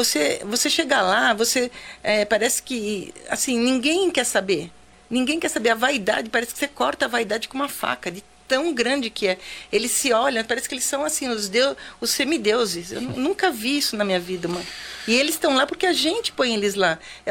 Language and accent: Portuguese; Brazil; now in São Paulo, Brazil; Eu adoro o Brasil. Eu adoro. Tanto que eu não mudei do Belenzinho. Eu adoro o bairro que eu moro.